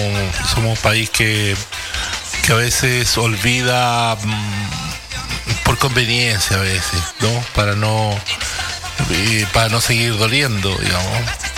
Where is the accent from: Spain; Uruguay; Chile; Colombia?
Chile; no somos chilenos